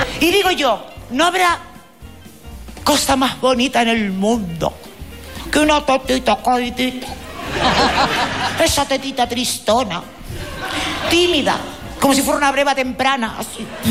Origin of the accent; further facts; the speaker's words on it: La Palma, Canary Islands, Spain; soy palmera.